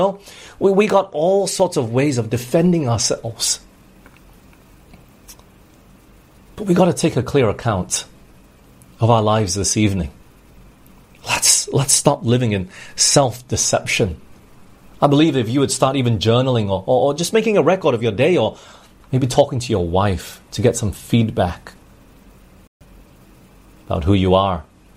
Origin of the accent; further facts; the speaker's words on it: Australia; born there; moved away; I grew up in Australia for 10 years